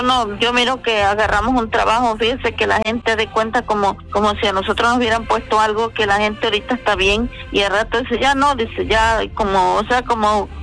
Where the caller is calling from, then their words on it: Chetumal, Quintana Roo, Mexico; yo vivo en Chetumal.